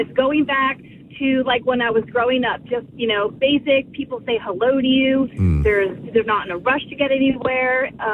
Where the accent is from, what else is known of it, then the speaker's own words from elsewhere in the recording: New Jersey, United States; moved away as an adult; now in Kentucky, United States; I grew up in New Jersey. I had to leave all my family and friends, and we moved to Kentucky, 22 acres.